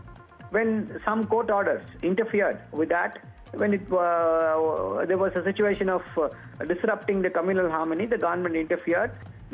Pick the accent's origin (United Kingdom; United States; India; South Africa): India; South India; being an Indian from South or a South Indian